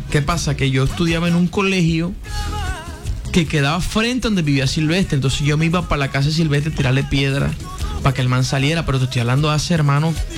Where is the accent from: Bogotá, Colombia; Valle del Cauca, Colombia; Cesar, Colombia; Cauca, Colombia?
Cesar, Colombia; Valledupar; also born or lived in Barranquilla; now in Medellín, Colombia; Bueno, yo soy un híbrido. Yo nací en Barranquilla, me crié en Valledupar.